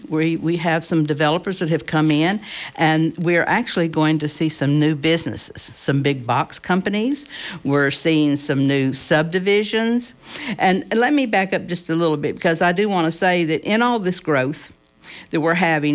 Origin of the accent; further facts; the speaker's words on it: Cleveland, Tennessee, United States; While Dad was not born in Cleveland, he considered Cleveland home, so he moved us here. I grew up in Cleveland, and I basically lived in the area which is now known as District 1 most of my life.